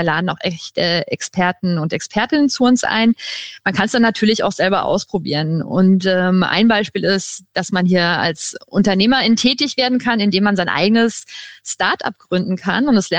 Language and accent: German; Southern Germany, Germany; Aber ich komme aus dem Süden und meine nächste Spielstadt wäre dann eher Mini-München gewesen.